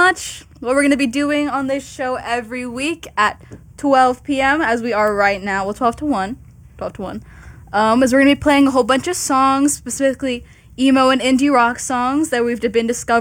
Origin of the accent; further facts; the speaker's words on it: the Bay Area, California, United States; now in Southern California, United States; I'm from the Bay, and a lot of my bands are from San Francisco, my goat.